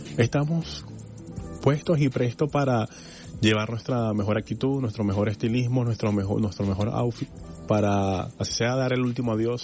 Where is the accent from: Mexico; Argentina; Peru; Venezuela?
Venezuela; nosotros los venezolanos